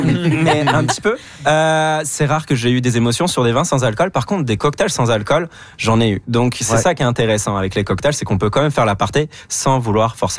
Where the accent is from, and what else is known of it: France